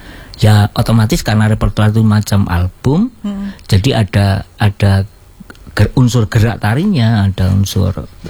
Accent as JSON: {"language": "Indonesian", "town": "Jember", "region": "East Java", "country": "Indonesia", "tie": "born or raised there", "said": "Tapi alhamdulillah karena memang dari kecil sampai kuliah itu di Jember, dari lahir Jember sampai kuliah Jember."}